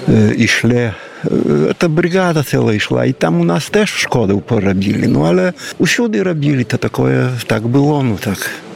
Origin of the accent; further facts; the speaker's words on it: Kuźnica, Podlaskie Voivodeship, Poland; Nie, ja sam z Kuźnicy Białostockiej. Żona moja z Topolan. I tu dom pobudował.